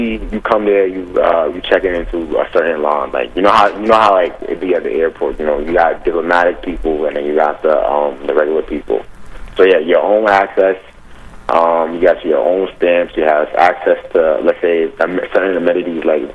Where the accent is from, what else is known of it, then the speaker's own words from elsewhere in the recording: Newark, New Jersey, United States; Homegrown, but I'm from Newark, New Jersey